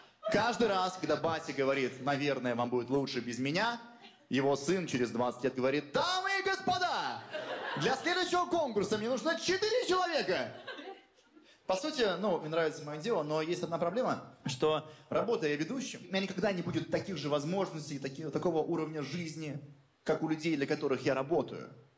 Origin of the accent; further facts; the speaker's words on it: Chita, Zabaykalsky Krai, Russia; moved away as an adult; now in Moscow, Russia; Я из Читы, но не все в Москве знают, что есть такой город. И когда я говорю, я из Читы, мне говорят, из какой Читы? Ну, из Читы Романовых, блин.